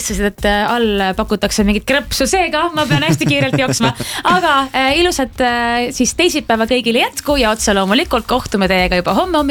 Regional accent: Tallinn, Harju County, Estonia; mina kasvasin üles Mustamäel

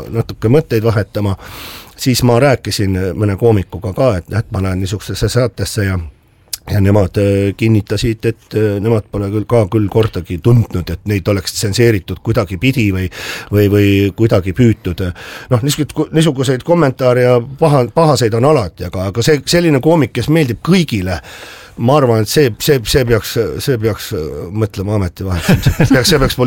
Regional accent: Tallinn, Harju County, Estonia; born there; naaber sünnipäraselt, et ma olen ju seal Hiiu pubi vastas on lillepoekane

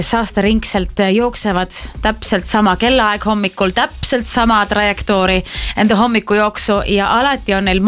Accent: Tallinn, Harju County, Estonia; kui ma olen Mustamäel, mina kasvasin üles Mustamäel

